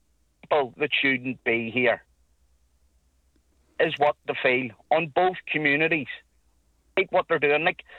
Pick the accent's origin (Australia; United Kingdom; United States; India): United Kingdom; Ballybeen, Northern Ireland; now in Newtownards, United Kingdom; I'm originally from Ballybean.